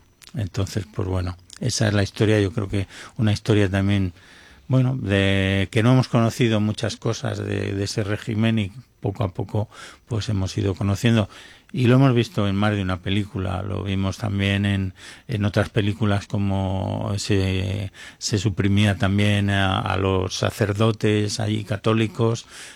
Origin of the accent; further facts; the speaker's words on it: Spain; Somos españoles.